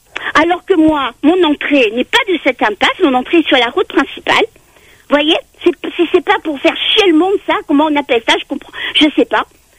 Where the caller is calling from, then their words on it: Le Tampon, Réunion, France; j'ai vécu 20 ans à Saint-Denis, j'ai jamais eu aucun souci avec mes voisins. Et pourtant, j'étais en appartement. Alors, depuis que j'habite au Tampon, c'est la folie.